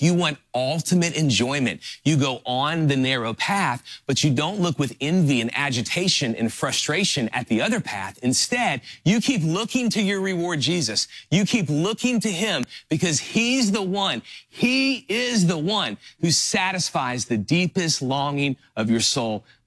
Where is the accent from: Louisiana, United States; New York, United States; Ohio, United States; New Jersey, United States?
Louisiana, United States; New Orleans; also born or lived in Miami; now in Orange County, United States; I grew up in New Orleans and I lived in Miami for 8 years and now I live in Orange County. And so I've lived in coastal cities and grew up in a great city with great seafood.